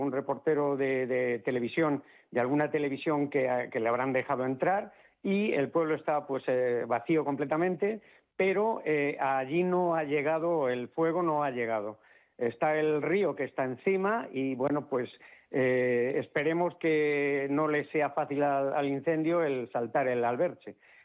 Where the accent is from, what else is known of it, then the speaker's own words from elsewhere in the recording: Villamanta, Community of Madrid, Spain; Yo ya tengo una edad y he conocido mi pueblo, me han traído al mundo en Villamanta uh-huh. y me he criado toda mi vida en Villamanta.